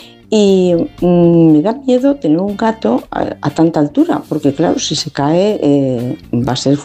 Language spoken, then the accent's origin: Spanish; Valencia, Valencian Community, Spain; soy de Valencia.